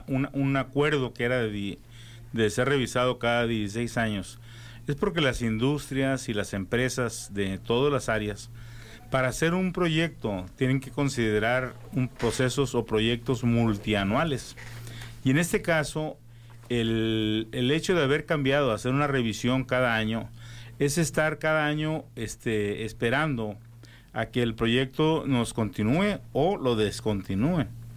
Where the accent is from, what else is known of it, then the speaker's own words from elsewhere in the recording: Mexico; a nosotros como mexicanos